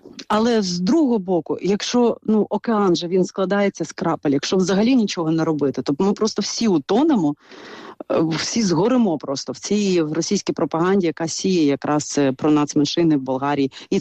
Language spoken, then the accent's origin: Ukrainian; Odesa Oblast, Ukraine; А тут я підкреслю, що я українська болгарка, бесарабська болгарка, для того, щоб вони регіонально знали, звідки, де ми живемо